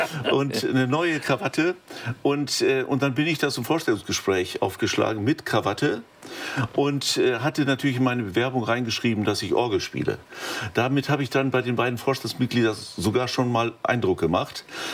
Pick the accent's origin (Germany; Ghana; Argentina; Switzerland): Germany; Lower Saxony; Und da lebt auch noch meine Mutter in unserem Elternhaus. Meine große Schwester ist da noch. Und das ist so meine Heimat, das südwestliche Niedersachsen